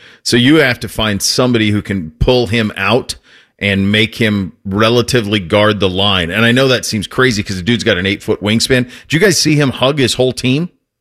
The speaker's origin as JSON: {"language": "English", "region": "Mountain West", "country": "United States", "tie": "born or raised there", "moved": "yes", "said": "when I was a kid, even growing up in Mountain Standard Time."}